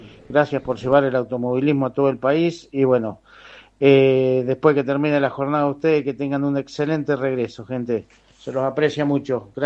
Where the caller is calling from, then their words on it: Villa Quilino, Córdoba, Argentina; de Villaquillinzo.